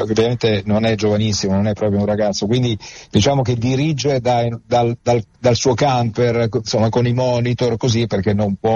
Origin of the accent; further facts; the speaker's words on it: Naples, Campania, Italy; also born or lived in Castellammare di Stabia; perché io sono campano, nato